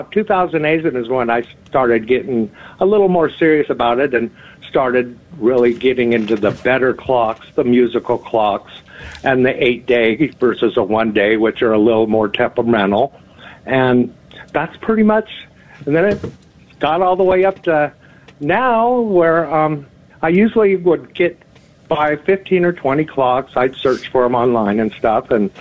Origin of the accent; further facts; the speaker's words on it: San Diego, California, United States; moved away as an adult; now in Northern Idaho, United States; I moved up here. I was originally from San Diego, and we moved up here 30 years ago and have never left.